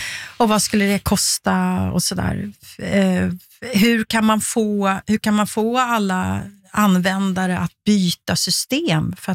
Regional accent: Sweden; Riksrätt, alltså som svensk så låter ju det som att man blir arkebuserad mot en vägg ungefär.

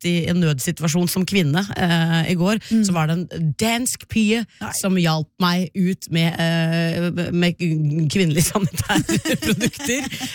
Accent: Norway; Sverige har ju rykt ut av VM. Si jag är norsk.

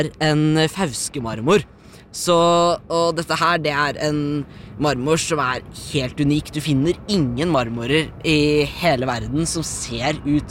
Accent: Skien, Vestfold og Telemark, Norway; Men jeg vokste opp på Skien-siden av kommunegrensa.

